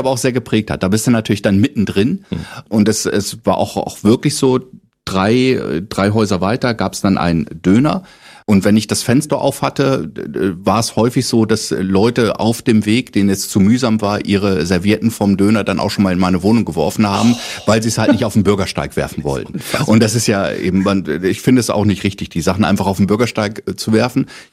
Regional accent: Lower Saxony, Germany; Und dann habe ich als Niedersachse, der ja eigentlich ein fast perfektes Hochdeutsch spricht

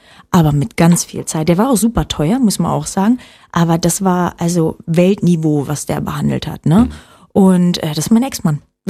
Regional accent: Oranienburg, Brandenburg, Germany; born there; Richtig, also ich bin in Oranienburg geboren und bin dann mit 10 auf ein Sportinternat gegangen

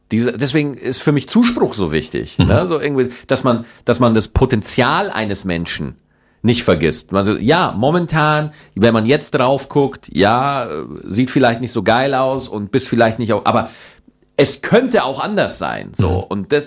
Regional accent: Schwarzach, Bavaria, Germany; Also ich bin in Schwarzach zur Schule gegangen, also es ist wirklich ein bayerisches Dorf.

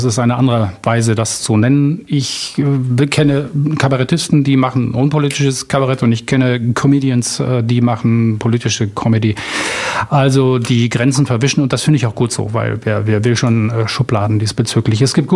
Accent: Berlin, Germany; Ich bin im amerikanischen Sektor in West-Berlin groß geworden

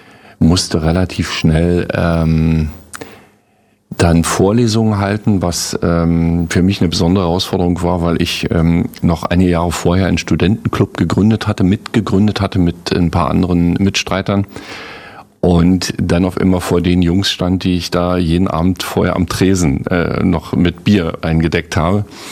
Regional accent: Brandenburg, Germany; aber am Ende ist Heimat bleibt Heimat und das meine Heimat ist Brandenburg.

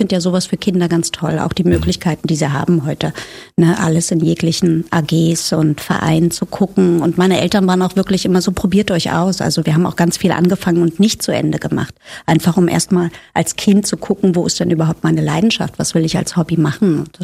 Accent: Potsdam, Brandenburg, Germany; also born or lived in Zehdenick; now in Berlin, Germany; Von hier Zedenick geboren, Potsdam aufgewachsen und dann in den Osten von Berlin gezogen, immer noch Ossi, ja.

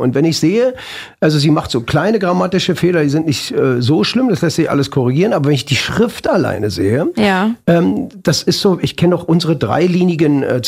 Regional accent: East Germany, Germany; born there; Wir kommen aus dem Osten.

